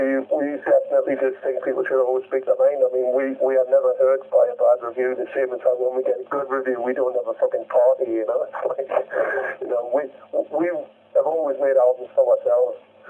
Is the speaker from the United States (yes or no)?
no; England, United Kingdom; like being English, you know, fucking, we're renowned for it anyway. We like to fuck around with our wonderful accents.